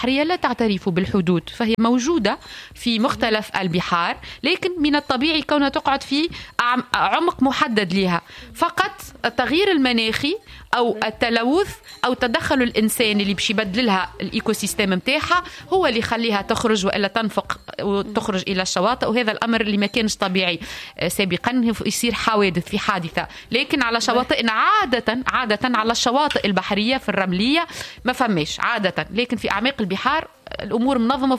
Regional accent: Tunisia; احنا في بلادنا

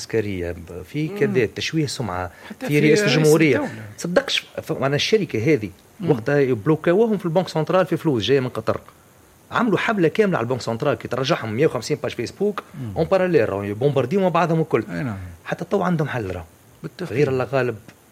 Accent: Tunisia; واحنا كشعب تونسي

